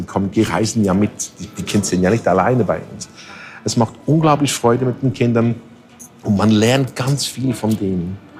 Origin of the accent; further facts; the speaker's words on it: Switzerland; Ja, ich komme ja aus der Schweiz und ich kenne natürlich die Situation in den Bergen.